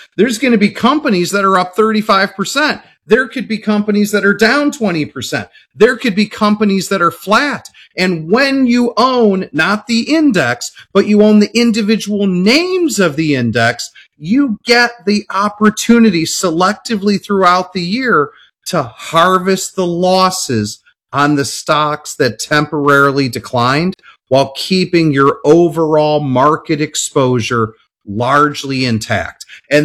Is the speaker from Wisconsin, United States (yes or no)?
no; Chicago, Illinois, United States; I'm from Chicago, so are our listeners.